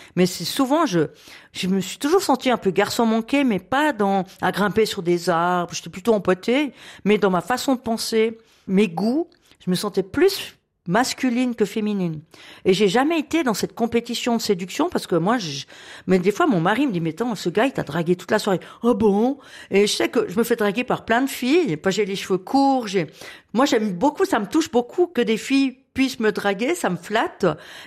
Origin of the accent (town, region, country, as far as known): Switzerland